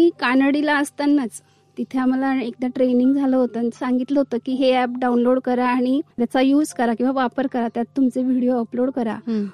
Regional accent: Malegaon, Maharashtra, India; माझं बालपण मालेगाव मध्ये गेलं. मालेगावात माझे वडील महानगरपालिकेत शिक्षक होते

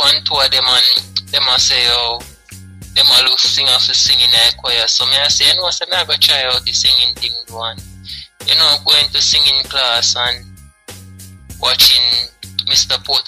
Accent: Mandeville, Manchester Parish, Jamaica; I'm from Mandeville.

